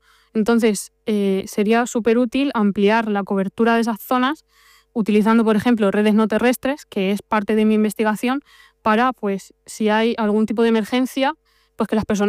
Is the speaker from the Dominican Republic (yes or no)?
no; Villapalacios, Castilla-La Mancha, Spain; en las zonas rurales, que es pues, de donde yo vivo y de donde yo soy, donde yo nací y me crié.